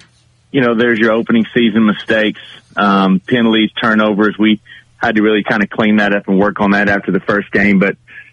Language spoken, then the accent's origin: English; Pauls Valley, Oklahoma, United States; moved away as an adult; now in Turpin, United States; I'm originally from Paul's Valley, Oklahoma, so not originally a panhandle guy, but now that I've been here, my 14th season, I consider myself a panhandle person now